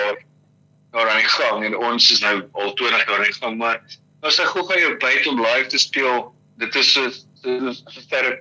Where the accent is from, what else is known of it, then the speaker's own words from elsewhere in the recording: Pretoria, Gauteng, South Africa; ek het hier op Pretoria groot geword in Silverton, ek was in Merspark Laerskool, en toe later in Silverton Hoërskool